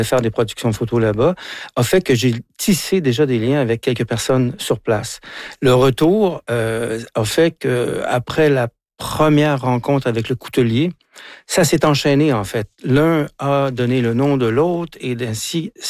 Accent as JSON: {"language": "French", "region": "Quebec", "country": "Canada", "said": "Sauf que maintenant, j'y vais en tant que Québécois."}